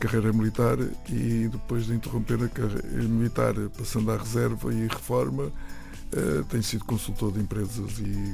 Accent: Luanda, Angola; born there; não tenho quase 64 anos sócio do Sporting Portugal, porque nasci em Luanda.

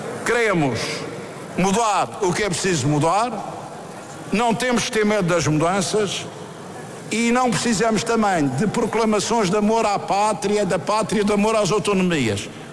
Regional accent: Madeira, Portugal; Nós nunca duvidamos da nossa portucalidade enquanto madeirenses

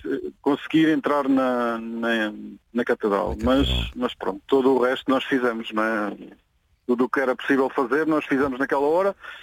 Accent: Mira, Centro, Portugal; Somos todos de Mira.

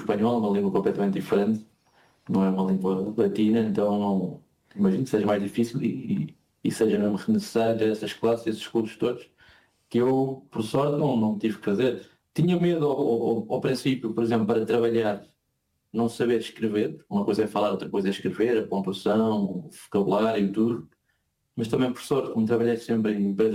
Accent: Portugal; moved away; Mas sim, há muitas pessoas aqui que falam comigo e não sabem que sou português.

